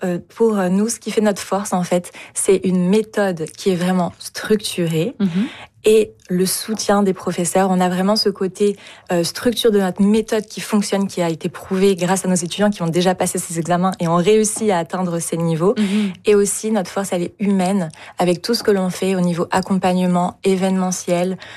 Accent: France; Même en tant que Français, on doit passer ces examens.

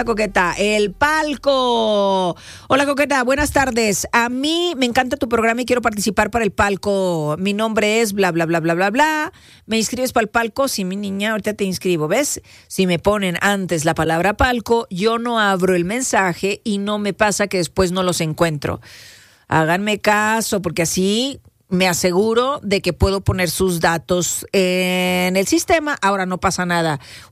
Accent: Mexico; somos mexicanos

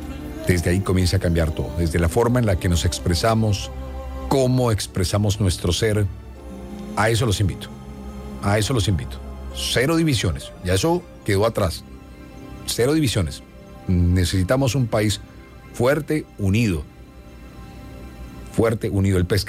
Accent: Colombia; Eso es lo que tenemos que hacer como colombianos ahora mismo.

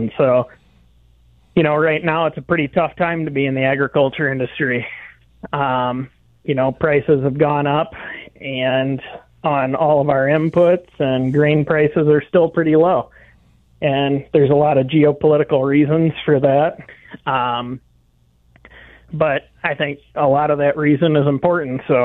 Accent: Dixon, Illinois, United States; Chicago colleagues tell me I'm from downstate, and my downstate colleagues tell me I'm from Chicago. But I'm originally from Dixon

